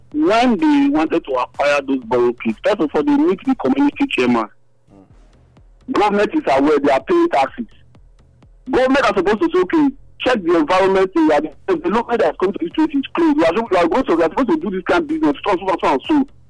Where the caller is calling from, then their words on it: Benin City, Edo, Nigeria; I'm calling from Benin.